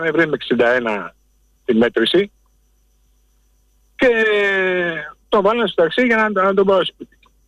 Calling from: Piraeus, Attica, Greece; από τον Πειραιά.

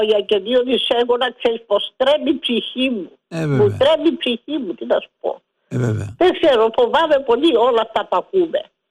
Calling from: Spata, Attica, Greece; από τα Σπάτα.

